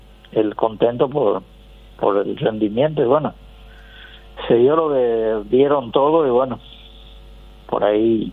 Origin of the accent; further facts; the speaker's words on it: Coronel Martínez, Guairá, Paraguay; born there; Nosotros nacimos en Coronel Martínez.